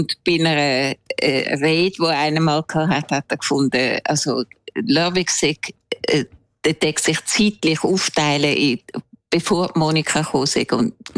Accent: Zurich, Switzerland; born there; also born or lived in Winterthur / Salzach (unclear village); ich bin in Zürich geboren, dann in Winterthur, von Winterthur auf Salzach gezügelt, aber dort ist meine Bleibe gewesen, wo ich dann schon weiter in die Schule bin. Also ich habe mich schon müssen an das Dorfleben gewöhnen

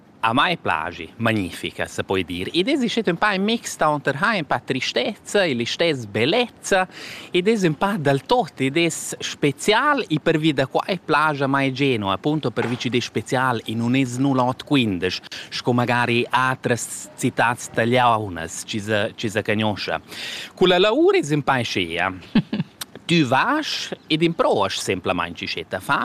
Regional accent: Switzerland; io sono della Svizzera

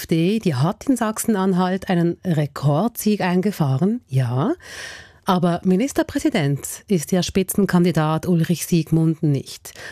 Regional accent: Switzerland; Ich meine, bei uns in der Schweiz geht bei eidgenössischen Wahlen meist mehr als die Hälfte gar nicht wählen.

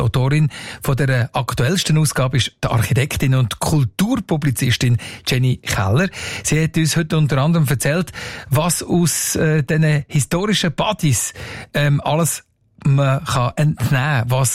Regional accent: Bern, Switzerland; Ich bin zum Beispiel in Bern aufgewachsen und das Weierli, das muss man als Berner einfach natürlich kennen

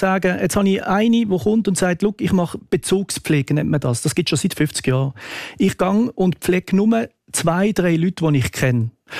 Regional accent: Switzerland

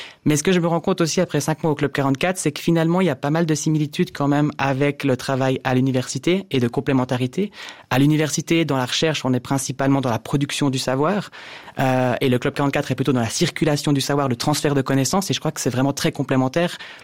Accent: Mettembert, Jura, Switzerland; moved away as an adult; J'ai grandi dans le Jura, dans un petit village qui s'appelle Mettembert. Et puis ensuite, je suis allé habiter à Neuchâtel pour mes études à l'université.

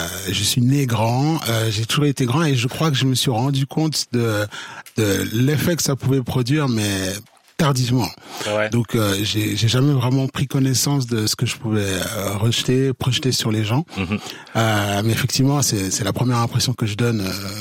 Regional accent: Switzerland; mes parents sont arrivés en Suisse début des années 80 et moi je suis né en Suisse. Et donc j'ai fait tout mon cursus scolaire, professionnel en Suisse.

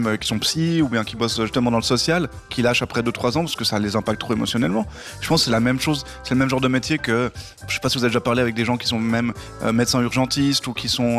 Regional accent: Lausanne, Vaud, Switzerland; born there

